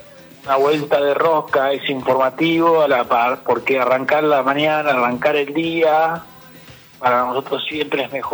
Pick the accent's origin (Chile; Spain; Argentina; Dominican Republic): Argentina; San Francisco, Córdoba; moved away as an adult; now in Córdoba, Argentina; Vine a estudiar en el 2001 como un especial, soy de San Francisco, al este de la provincia de Córdoba.